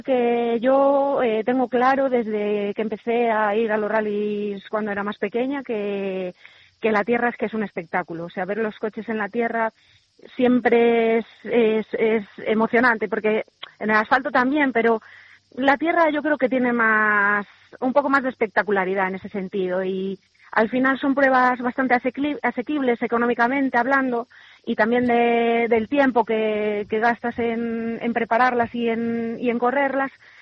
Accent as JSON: {"language": "Spanish", "town": "Ponferrada", "region": "Castile and León", "country": "Spain", "said": "Sí, León es mi tierra, aunque bueno, ya sabéis que yo soy medio, al final soy de Ponferrada"}